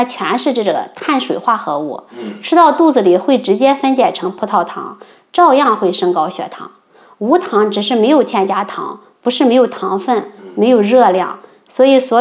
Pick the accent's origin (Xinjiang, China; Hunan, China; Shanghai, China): Xinjiang, China